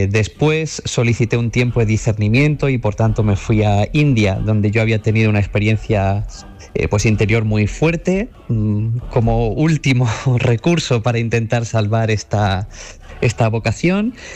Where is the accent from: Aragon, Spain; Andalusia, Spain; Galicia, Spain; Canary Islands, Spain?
Andalusia, Spain; Granada; moved away; Yo soy granadino, desde niño me ha acompañado.